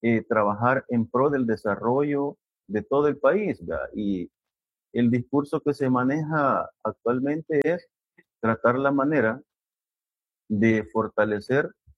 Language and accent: Spanish; El Salvador; Vea, nosotros hacemos un análisis bastante profundo de lo que es la realidad que como salvadoreños estamos viviendo.